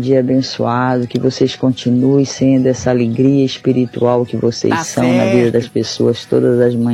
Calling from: Belém, Pará, Brazil; Sou aqui de Belém do Pará

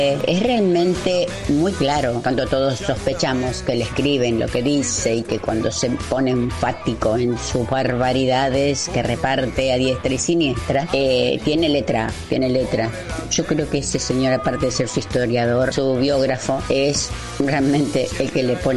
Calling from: Los Polvorines, Buenos Aires Province, Argentina; de los Polvorines

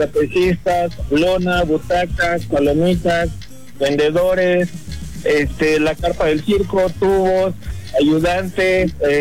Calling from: Mexico City, Mexico; Estamos aquí en Ciudad de México

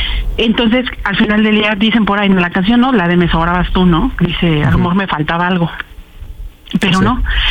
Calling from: Cuautitlán Izcalli, State of Mexico, Mexico; Yo vivo en Cuautlán Izcalli.

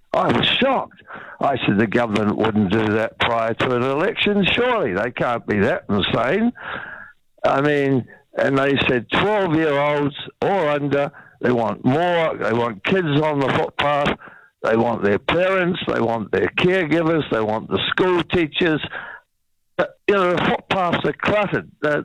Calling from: Wellington, New Zealand; I'm ringing from Wellington.

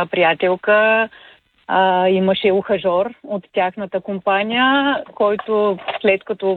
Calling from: Varna, Varna Province, Bulgaria; от Варна съм.

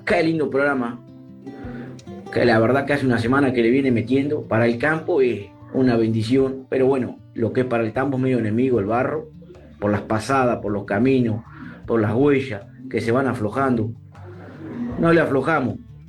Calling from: Ranchos, Buenos Aires Province, Argentina; Yo soy del Pago de Rancho, Pago Lindo Sin Igual, donde la gente es famosa por lo sencillo y cordial. En mi pago no hay tabaco ni zafra azucarera, solo se hace buen ternero y es totalmente tambera.

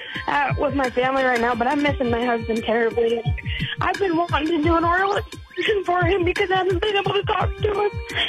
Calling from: Milton-Freewater, Oregon, United States; I'm actually calling from Mountain Free Water, Oregon right now.

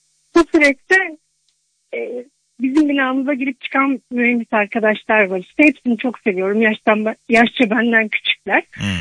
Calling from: İzmit, Kocaeli, Turkey; Ben İzmit'ten arıyorum

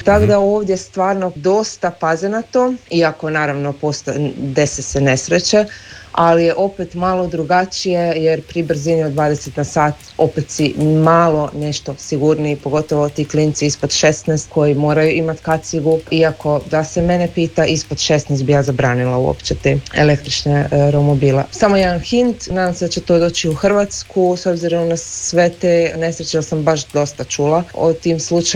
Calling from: Germany; kod nas u Njemačkoj.

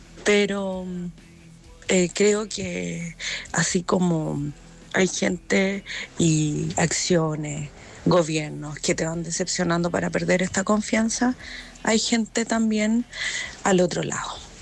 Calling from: Paine, Santiago Metropolitan Region, Chile

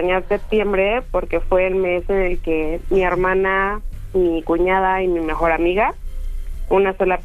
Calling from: Tlalnepantla, State of Mexico, Mexico; los escucho desde Tlalnepantla.

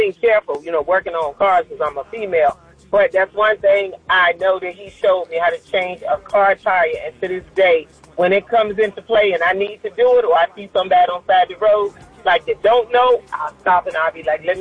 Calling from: Virginia, United States; I'm calling from Virginia.

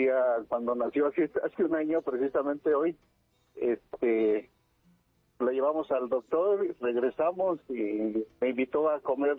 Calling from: Nezahualcóyotl, State of Mexico, Mexico; Aquí, de Ciudad Neza.

